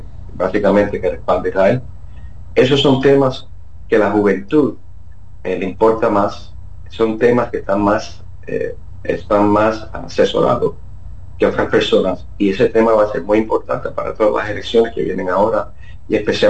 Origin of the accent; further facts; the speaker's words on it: Dominican Republic; yo me siento tan dominicano como el dominicano que nació allá, yo soy ciudadano dominicano con cédula